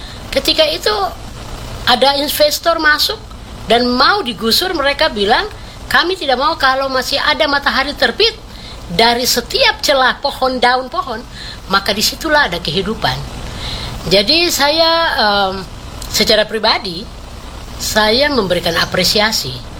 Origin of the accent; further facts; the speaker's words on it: Southwest Papua, Indonesia; saya orang Sorong Selatan